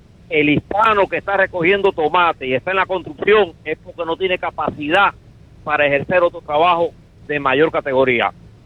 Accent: Cuba; now in United States; Yo soy inmigrante, soy cubano, llevo 26 años en esta gran nación

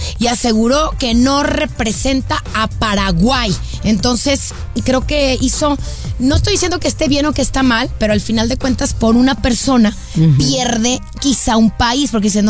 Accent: Mexico; nosotras que somos mexicanas, bueno, pues ya no ganó México

